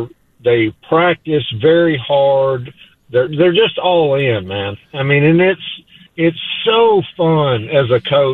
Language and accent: English; Tennessee, United States; moved away; also born or lived in Arkansas; I'm not from Arkansas, I'm from Tennessee.